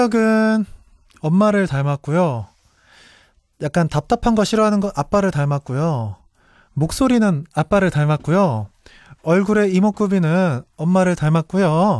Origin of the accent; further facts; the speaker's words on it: Cheonan, South Chungcheong, South Korea; 나의 고향은 충청남도 천안이고요. 병천에서 태어났습니다. 되게 따뜻한 환경에서 자랐고요. 그래, 부모님보다는 할머니, 할아버지 손에서 좀 오래 자랐습니다.